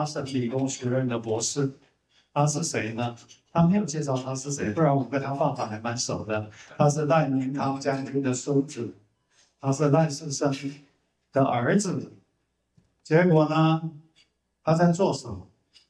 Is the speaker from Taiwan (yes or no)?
yes; Taiwan; 那我们台湾人呢，淡水河花了我们40年，我们好不容易把淡水河搞干净了